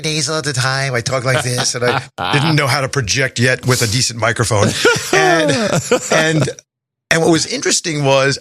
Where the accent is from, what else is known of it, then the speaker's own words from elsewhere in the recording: Commack, New York, United States; moved away as an adult; now in Florida, United States; I lived out in Comac, came down here in 87. I was 22 years old.